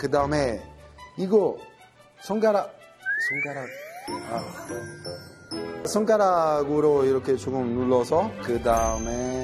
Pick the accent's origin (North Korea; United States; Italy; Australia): Italy; Korean is a second language; now in South Korea; 저는 이탈리아에서 온 셰프